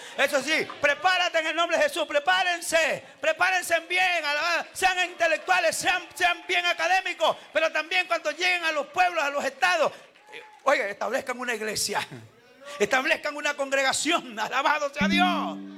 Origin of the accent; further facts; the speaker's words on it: Panama; moved away; yo fui criado, en Panamá